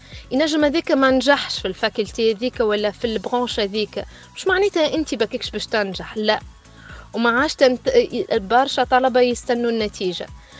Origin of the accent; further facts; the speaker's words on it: Tunisia; moved away as an adult; now in Saudi Arabia; أنا والله سعيدة اللي أنا تونسية،